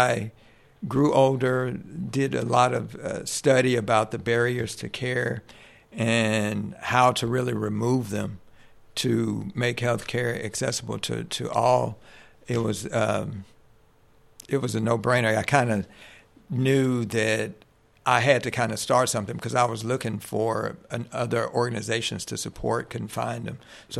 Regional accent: McCrory, Arkansas, United States; I grew up in McCrory, Arkansas, which is the Deltas.

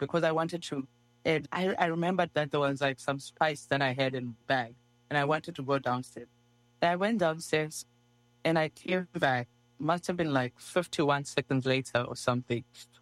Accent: South Africa; Those of us who were South African

